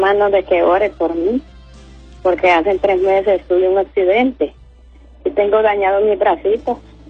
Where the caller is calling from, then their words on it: Campamento, Olancho, Honduras; De aquí los escucho, aquí en Campamento Lancho.